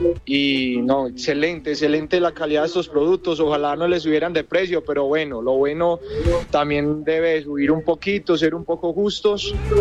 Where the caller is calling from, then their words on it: Charco Verde, Colombia; De Charco Verde.